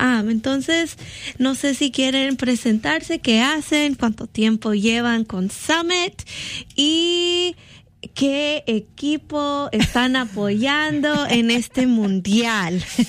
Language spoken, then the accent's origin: Spanish; Nicaragua; Nosotros en Nicaragua jugamos béisbol